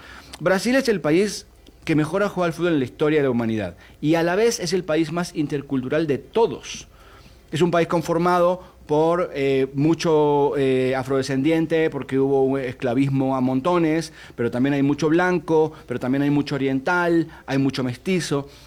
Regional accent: Argentina

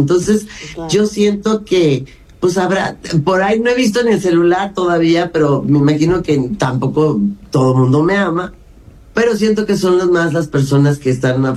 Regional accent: Popotla, Mexico City, Mexico; also born or lived in Brazil; cuando llegamos de Brasil, que se murió mi papá, nos fuimos a vivir a una vecindad, a Clavería, que está al lado de Azcapotzalco, donde hice la preparatoria, crecí en Popotla

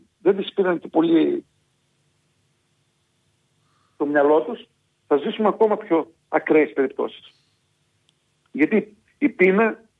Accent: Thessaly, Greece; στο χωριό μου, το οποίο είναι η Καρδί, έχει γυμνάσιο. Ήταν πρώην 9 χωριά του τέος Δήμου Φίλου

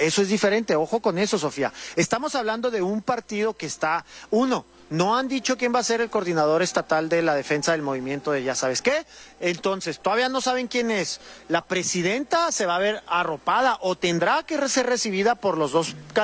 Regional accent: Chihuahua, Mexico; Y mira que yo soy de Chihuahua.

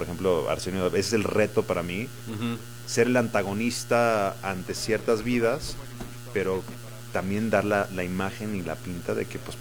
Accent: San Miguel de Allende, Guanajuato, Mexico; born there; No, yo no nací en Estados Unidos. Yo, de hecho, nací en San Miguel de Allende, en Guanajuato. Pero mi mamá es de California.

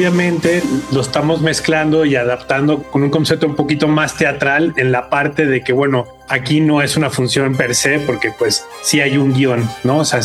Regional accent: Mexico; nos orgullece como mexicanos

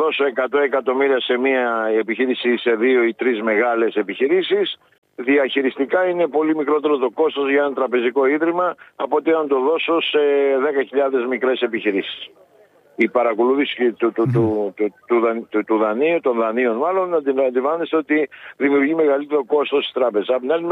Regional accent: Greece; εμείς ως Έλληνες

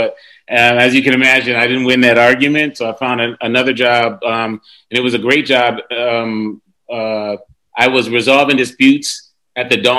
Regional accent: Cleveland, Ohio, United States; born there; Cleveland, Ohio, which is where I was born. They didn't even have me born on a plane flying over for dual citizenship. So I was born in Cleveland, Ohio, man. But really appreciated that kind of island upbringing

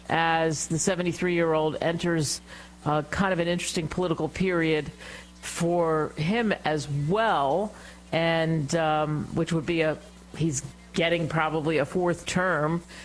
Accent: Pennsylvania, United States; And let's face it, a nor'easter, I grew up outside of Philly, is pretty unusual in September.

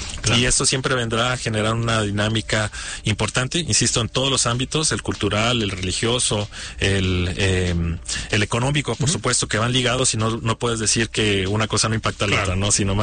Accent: Guadalajara, Jalisco, Mexico; somos capaces, los tapatíos y tapatías

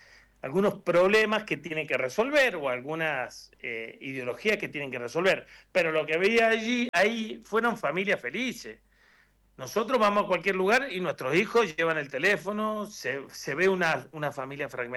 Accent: Luján de Cuyo, Mendoza, Argentina; Soy de Luján de Cuyo.

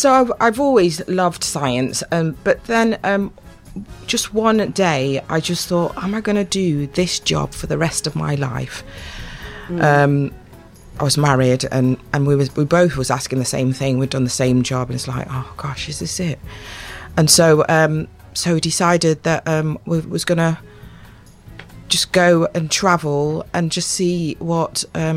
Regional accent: Nottingham, East Midlands, United Kingdom; born there; also born or lived in London / Hampshire; now in Great Yarmouth, United Kingdom; Okay, so I was born in Nottingham.

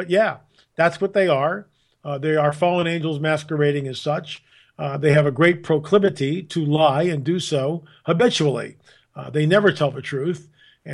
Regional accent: United States; I'm American.

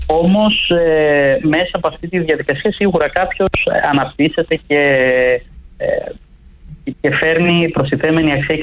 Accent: Greece

